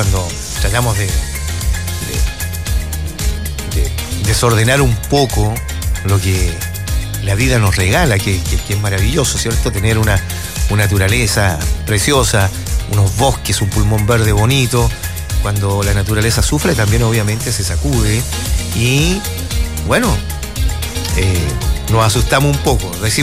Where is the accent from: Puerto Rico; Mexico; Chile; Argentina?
Chile; así somos los chilenos